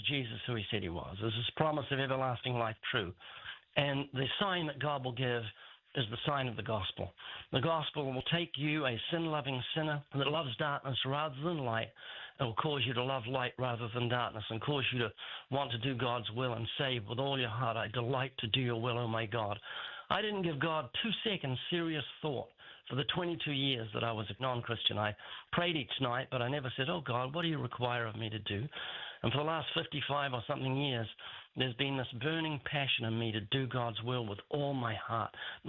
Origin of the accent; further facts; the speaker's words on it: New Zealand; born there; You said I was born in New Zealand. You missed out the fact that I was born there twice.